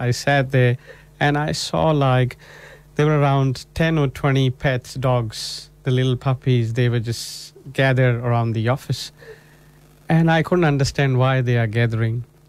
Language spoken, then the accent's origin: English; Chandigarh, India; moved away; I'm originally from India, north part of India. 250 km up north from New Delhi, and this beautiful place called Chandigarh.